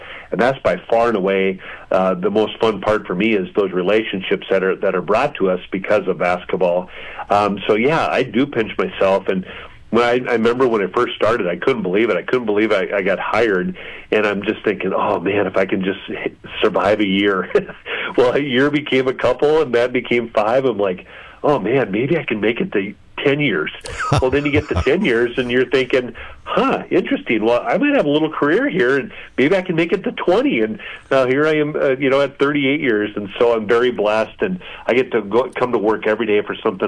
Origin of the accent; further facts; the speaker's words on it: Lake City, Minnesota, United States; Yeah, so I'm from Lake City, Minnesota, so down about 70 miles southeast of Minnesota, or of Minneapolis, I should say.